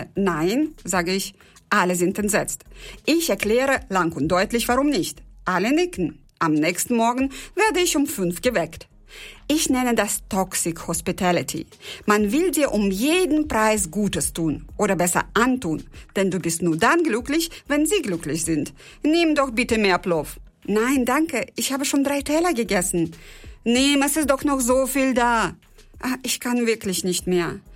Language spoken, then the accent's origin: German; Uzbekistan; Meine Heimat Usbekistan hat mich überrascht.